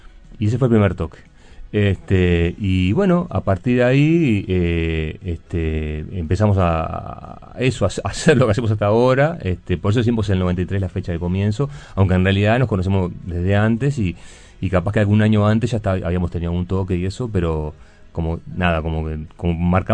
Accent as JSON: {"language": "Spanish", "region": "Montevideo", "country": "Uruguay"}